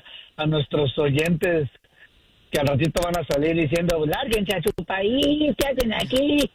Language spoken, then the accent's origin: Spanish; Mexico; now in Sacramento, United States; en mi país, México